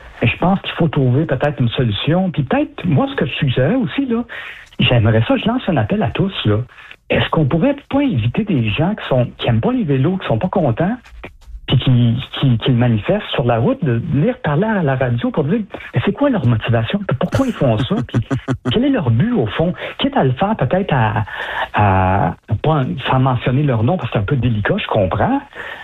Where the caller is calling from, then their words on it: Montreal, Quebec, Canada; Comme je suis à Montréal